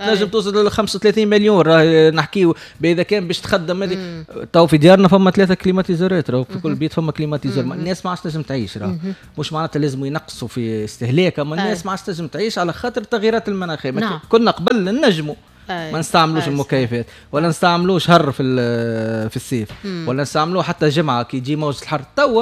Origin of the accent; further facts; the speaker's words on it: Tunisia; موجودة عندنا في تونس